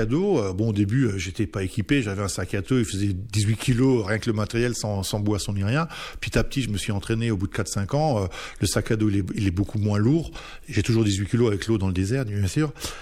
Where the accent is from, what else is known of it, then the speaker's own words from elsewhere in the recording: Grand Est, France; je l'ai renvoyée chez moi en Alsace, ici